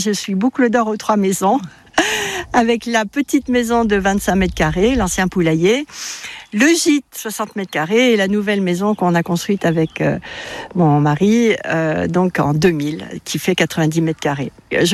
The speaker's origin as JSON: {"language": "French", "town": "Paris", "region": "Île-de-France", "country": "France", "tie": "born or raised there", "said": "moi quand j'étais petite, j'habitais à Paris"}